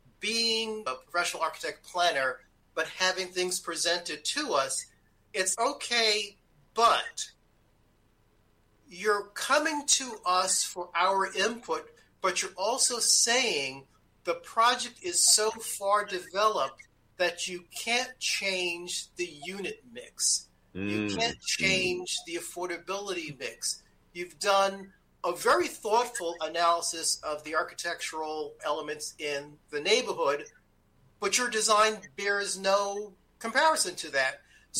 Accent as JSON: {"language": "English", "town": "New York City", "region": "New York", "country": "United States", "tie": "born or raised there", "said": "I was from that community. I grew up in East Harlem."}